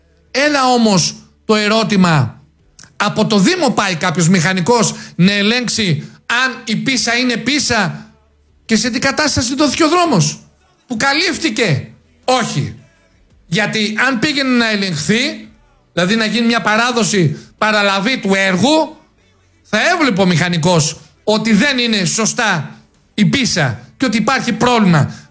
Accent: Preveza, Epirus, Greece; Πραγματικά ντρέπομαι και εγώ την κατάγομαι από Πρέβεζα.

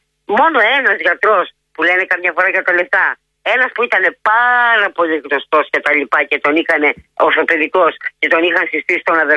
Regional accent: Chalcis, Central Greece, Greece; Γιατί είμαι από τη Χαλκίδα και δεν τη γυρίζω πίσω.

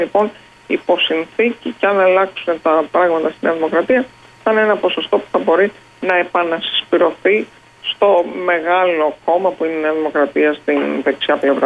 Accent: Central Greece, Greece; Επειδή εγώ τυχαίνει να κατάγομαι και από τη Φωκίδα

